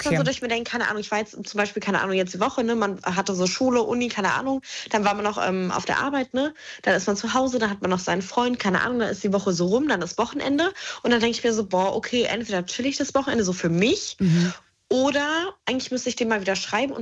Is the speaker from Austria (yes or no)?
no; Idstein, Hesse, Germany; Und hinter Wiesbaden gibt es einen Ort, der nennt sich Itzstein.